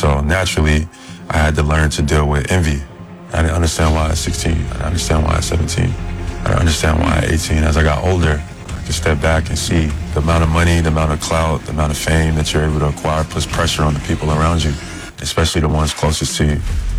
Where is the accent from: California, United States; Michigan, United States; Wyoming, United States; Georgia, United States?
Georgia, United States; Atlanta; Growing up in Atlanta